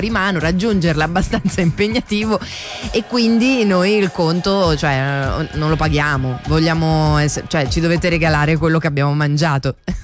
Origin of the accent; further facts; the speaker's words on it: Liguria, Italy; io sono ligure